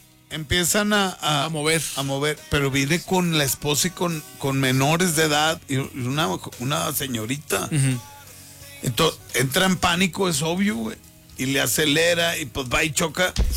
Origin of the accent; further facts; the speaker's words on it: Tamaulipas, Mexico; Soy de Tamaulipas y confirmo, las tortas de la barra es lo mejor que hay en Tamaulipas.